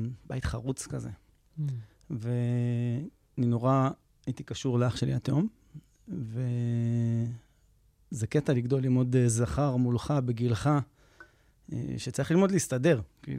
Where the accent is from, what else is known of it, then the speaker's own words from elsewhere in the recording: Bat Yam, Tel Aviv District, Israel; ההורים שלי נשואים וגדלנו בבת ים.